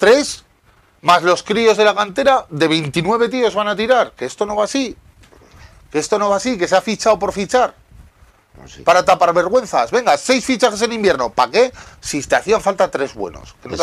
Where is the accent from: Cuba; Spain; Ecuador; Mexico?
Spain; Zaragoza, Aragon; Y digo, joder, pues si estamos a la par y somos de Zaragoza solo.